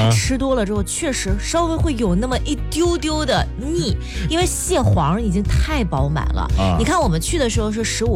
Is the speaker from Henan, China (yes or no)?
yes; Henan, China; accent: Henan dialect; 就是咱们河南话嘎咕这个词儿大家懂吧，